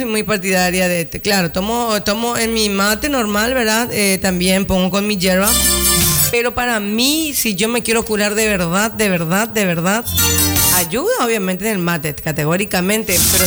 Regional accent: Paraguay; ya que somos paraguayos

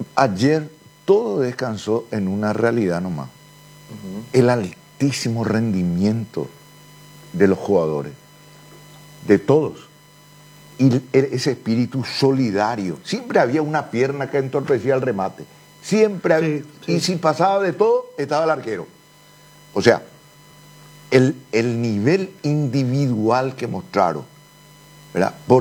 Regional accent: Paraguay; Como paraguayo, es parte de nuestra cultura.

